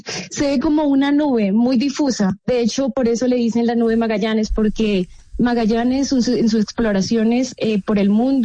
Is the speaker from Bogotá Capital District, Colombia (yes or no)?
yes; Bogotá, Bogotá Capital District, Colombia; born there; Yo nací en Bogotá.